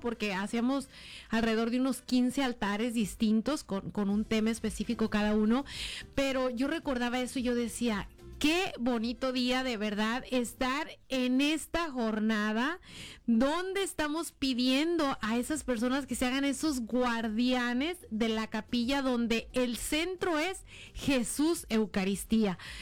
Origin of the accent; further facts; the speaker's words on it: Mexico; now in United States; en México, de donde yo soy